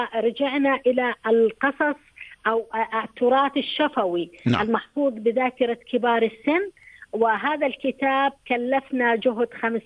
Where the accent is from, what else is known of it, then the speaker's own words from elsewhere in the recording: Madaba, Madaba Governorate, Jordan; إحنا أبناء مأدبة.